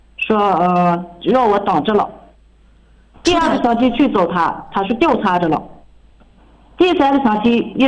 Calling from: Ordos, Inner Mongolia, China; 我是来自鄂尔多斯市

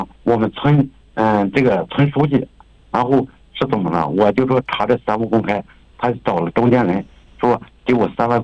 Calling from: Chifeng, Inner Mongolia, China; 内蒙古赤峰市巴林左旗碧流台镇古榆树村的

